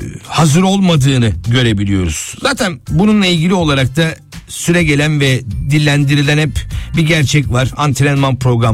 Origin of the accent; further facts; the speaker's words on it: Kocaeli, Turkey; Tabii biraz da duygusal kısım olabiliyor, bir Kocaelili olarak söylüyorum.